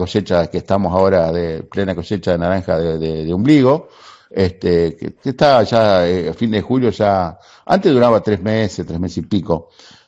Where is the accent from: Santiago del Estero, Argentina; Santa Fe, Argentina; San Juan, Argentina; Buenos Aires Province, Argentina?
Buenos Aires Province, Argentina; San Pedro; also born or lived in Entre Ríos; Del 68 aproximadamente estoy acá en San Pedro.